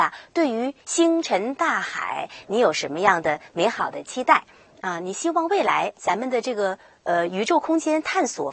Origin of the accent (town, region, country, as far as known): China